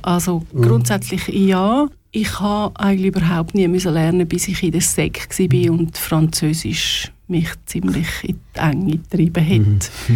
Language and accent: German; Linthal, Glarus, Switzerland; Ich bin hinterst im Glarnerland aufgewachsen, also geboren in Glaris und aufgewachsen ganz hinten in Lintal.